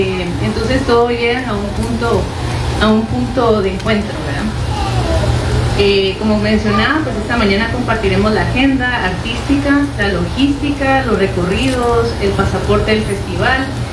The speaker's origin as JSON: {"language": "Spanish", "town": "Antigua Guatemala", "region": "Sacatepéquez", "country": "Guatemala", "said": "nosotros somos de Antigua"}